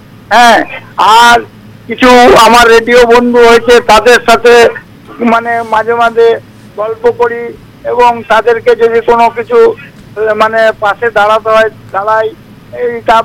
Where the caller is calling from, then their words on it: Budbud, West Bengal, India; আমি পশ্চিমবঙ্গের পূর্ব বর্ধমান জেলার বুধবুধ থেকে